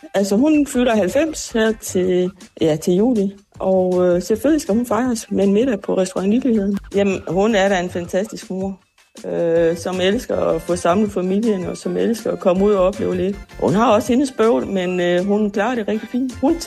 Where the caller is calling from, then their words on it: Hjørring, North Denmark Region, Denmark; Jeg er fra Hjørring.